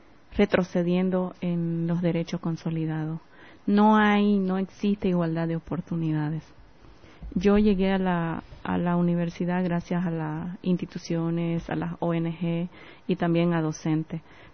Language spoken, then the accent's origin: Spanish; Bolivia; si hablo del territorio de donde yo vengo, no hay luz, no hay agua